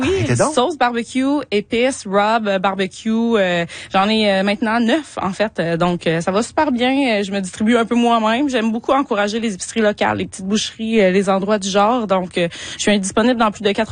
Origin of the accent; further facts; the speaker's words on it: Quebec, Canada; Tu sais, moi j'ai cuisiné de la viande sauvage toute ma vie depuis que je viens de l'Abitibi en fait.